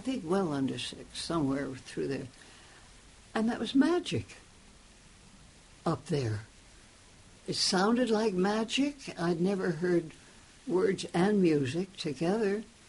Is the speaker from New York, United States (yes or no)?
yes; New York City, New York, United States; I grew up in New York City, a few dozen blocks from Broadway, but it was also Depression years, my childhood and early teens